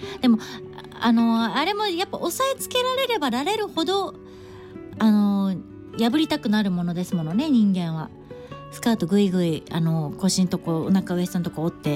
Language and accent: Japanese; Hyogo, Japan; 私もその地元兵庫県